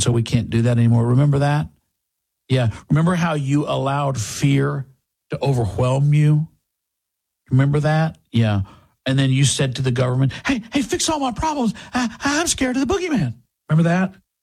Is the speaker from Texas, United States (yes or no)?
yes; Texas, United States; it feels like the way I grew up in East Texas, out in the woods